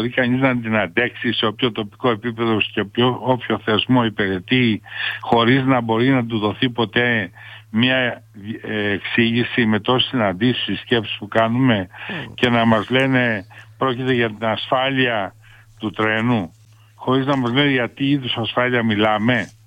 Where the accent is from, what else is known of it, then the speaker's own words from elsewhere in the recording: Kalavryta, Western Greece, Greece; και το οποίο χρησιμοποιήσαμε για πολλά χρόνια και εμείς εδώ που μεγαλώσαμε στα Καλάβρητα, σαν συγκοινωνιακό μέσο. Δεν είχαμε δρόμο.